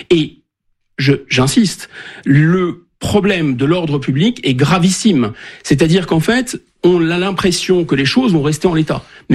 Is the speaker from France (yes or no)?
yes; Normandy, France; Moi, je suis un Français de Normandie, je me retrouve dans une classe en région parisienne, à la Courneuve